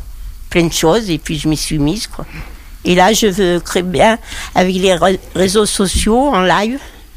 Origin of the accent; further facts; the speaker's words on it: Saint-Bonnet-de-Rochefort, Auvergne-Rhône-Alpes, France; Je suis de Saint-Bonnet-de-Rochefort.